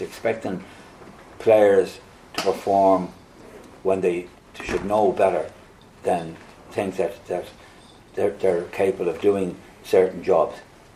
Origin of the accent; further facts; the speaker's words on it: Dublin, Leinster, Ireland; I was born in Dublin